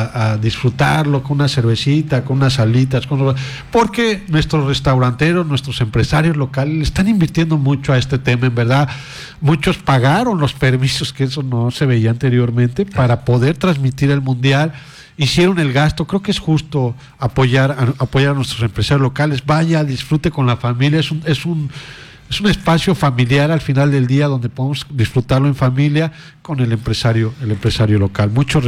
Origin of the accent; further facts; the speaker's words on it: Mexico; nos deja un sabor de boca padrísimo a los mexicanos.